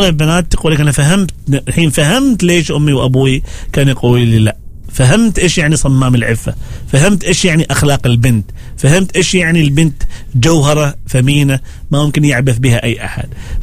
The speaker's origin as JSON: {"language": "Arabic", "country": "Oman", "accent": "Omani"}